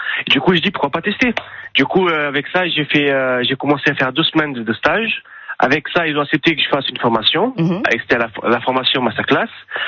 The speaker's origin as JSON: {"language": "French", "country": "Brazil", "lives_now": "France", "said": "Tout ce que c'est fait, ce qu'elle a fait pour moi, c'est parce qu'on est venu du Brésil. Et aujourd'hui, en fait, je vis dans un pays merveilleux comme la France"}